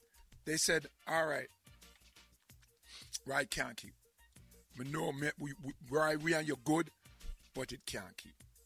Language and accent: English; New York City, New York, United States; because we come from Brooklyn